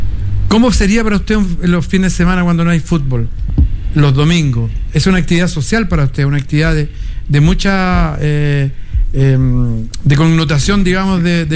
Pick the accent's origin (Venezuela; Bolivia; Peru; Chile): Chile; Paihuano, Coquimbo; aquí nuestra comuna, si bien es cierta, es una comuna chica, pero está muy distribuida los pueblos en diferentes zonas geográficas. Tenemos a Paihuano